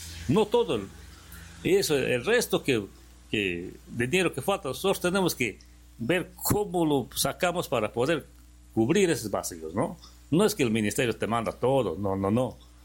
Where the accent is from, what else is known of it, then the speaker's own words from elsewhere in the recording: Bellavista, San Martín, Peru; now in Lamas, Peru; yo no soy de Lamas, ¿no? Yo soy de Bellavista, pero ya me siento ser parte de Lamas porque vivo acá, me cobija Lamas y mi familia de acá, y tengo ese amor a Lamas